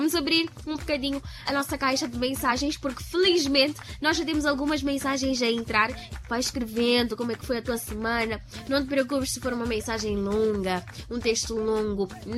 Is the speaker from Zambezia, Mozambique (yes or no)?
yes; Maganja, Zambezia, Mozambique; Eu sou da Maganja.